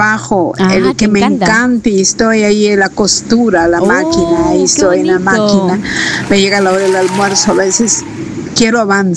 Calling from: Sullana, Piura, Peru

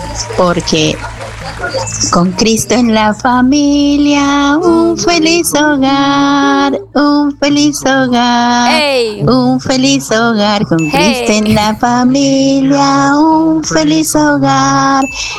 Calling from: Lima, Peru; Desde acá de San Juan de Miraflores

